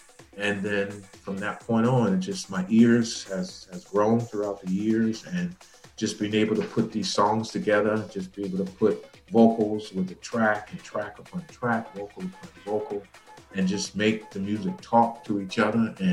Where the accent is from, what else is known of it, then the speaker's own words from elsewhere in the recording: Newark, New Jersey, United States; also born or lived in Irvington; When I moved, born and raised in Newark, and then when my mom moved us to Irvington, I was able to meet up with some neighborhood friends who also had an interest in DJing and playing music.